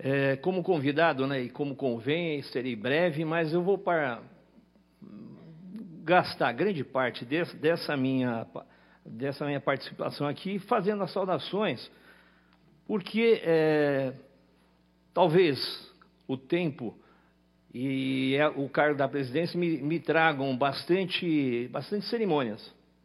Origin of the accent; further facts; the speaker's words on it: Mogi das Cruzes, São Paulo, Brazil; eu sou de Mogi